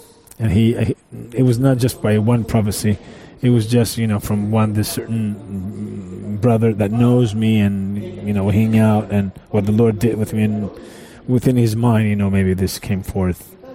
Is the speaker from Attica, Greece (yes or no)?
no; Rhodes, South Aegean, Greece; English is a second language; within a year I was in Heraklio from Rhodes, what was my homeland.